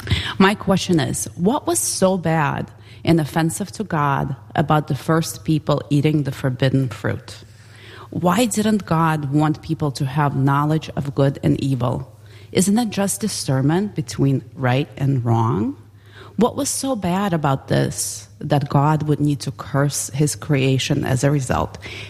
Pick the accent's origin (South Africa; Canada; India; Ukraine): Ukraine; now in Elmhurst, United States; Actually, the Soviet Union.